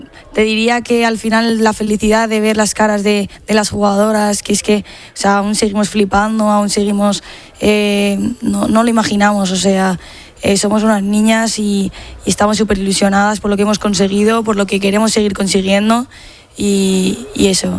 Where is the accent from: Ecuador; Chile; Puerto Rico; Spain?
Spain; Madrid, Community of Madrid; Eso es. Yo soy de Madrid.